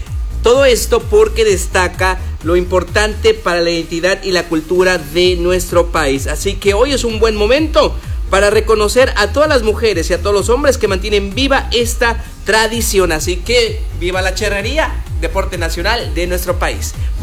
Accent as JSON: {"language": "Spanish", "country": "Mexico", "said": "un deporte que representa nuestras raíces como mexicanos, la cultura y por supuesto el orgullo de llevar en la sangre mexa."}